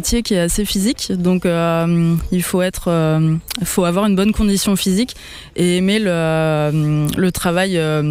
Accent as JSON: {"language": "French", "country": "France", "tie": "born or raised there", "also_born_or_lived": "Toulouse", "moved": "yes", "lives_now": "Montpellier, France", "said": "j'ai grandi à la campagne, j'ai eu cette chance-là. J'ai grandi dans le Marais Poitevin"}